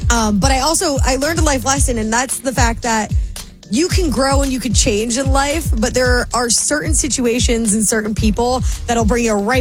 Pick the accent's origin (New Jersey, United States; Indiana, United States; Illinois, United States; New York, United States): New Jersey, United States; accent: Jersey; moved away; my Jersey accent comes out more.